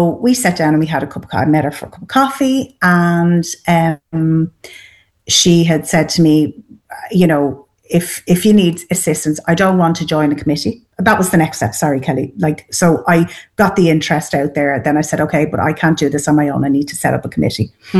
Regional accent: Dublin, Leinster, Ireland; moved away as an adult; now in East Meath, Ireland; I'm a blow-in. So I'm not originally from Meath. I'm from Dublin, and I moved into Eastmeath in COVID, during COVID. So I bought during COVID, and we moved in.

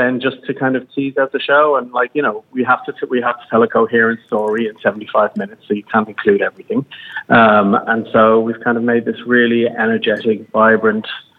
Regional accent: London, United Kingdom; now in Ireland; I was born in London to Irish parents and raised there, and moved back to Ireland in 1990.

